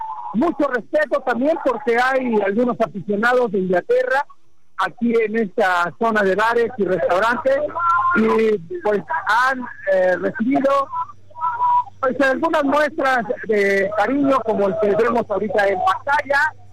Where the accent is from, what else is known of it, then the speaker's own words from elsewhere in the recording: Mexico; hicimos un buen mundial aquí en nuestro país, y sobre todo le enseñamos al mundo lo cálidos que somos los mexicanos.